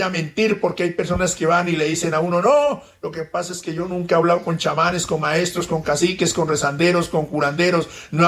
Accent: Putumayo, Colombia; Putumayo. Me siento orgulloso de ser de esta tierra, como se dice, muy bonita, mis queridos amigos, mi tierra querida, donde directamente somos de la etnia Cofán

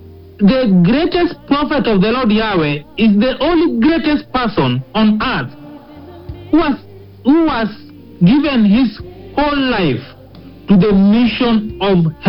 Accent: Kenya; who is also a police officer with the DCI in Kenya, I want to repent as a Kenyan

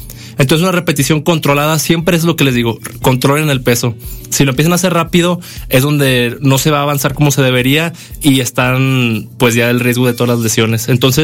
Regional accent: León, Guanajuato, Mexico; yo me siento orgullosamente leonés, guanajuatense, mexicano y latino.

